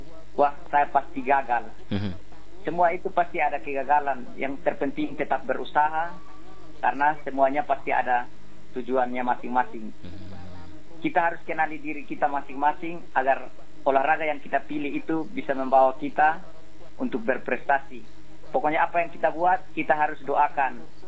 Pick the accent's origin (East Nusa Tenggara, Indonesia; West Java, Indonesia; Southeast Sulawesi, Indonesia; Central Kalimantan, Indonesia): East Nusa Tenggara, Indonesia; Soe; now in Bali, Indonesia; Pernah saya masih jadi atlet di NTT, pernah ikut lari di kampung saya di Soe.